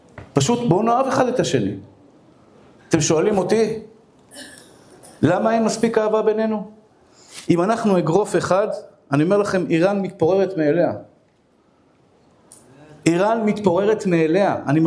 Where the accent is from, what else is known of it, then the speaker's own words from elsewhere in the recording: Bnei Brak, Tel Aviv District, Israel; אני דוס מבני ברק, אני חרדי. אני לפחות נראה כמו חרדי. אני לא חרדי, אני יהודי דתי, שומר תורה מצוות, אני לא חרדי.